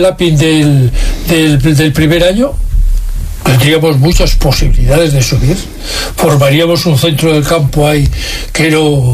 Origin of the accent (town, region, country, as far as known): Spain